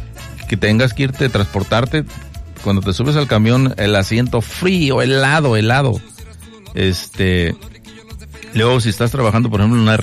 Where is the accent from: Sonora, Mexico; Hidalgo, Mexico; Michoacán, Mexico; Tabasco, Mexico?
Hidalgo, Mexico; moved away; Yo soy del estado de Hidalgo. A mí Hidalgo, mi pueblo no me gustó desde pequeño, yo quería crecer e irme de ahí.